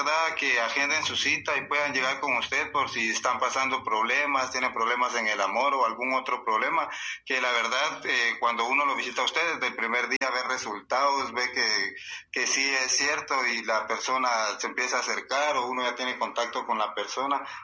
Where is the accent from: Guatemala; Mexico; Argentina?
Guatemala; Tiquisate, Escuintla; De Tiquizate, de Escuintla.